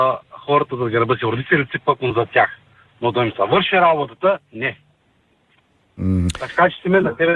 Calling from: Varna, Varna Province, Bulgaria; съм от Варна.

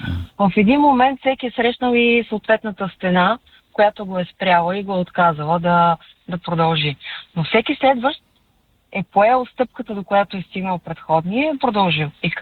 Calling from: Sofia, Sofia City, Bulgaria; от София съм пак.

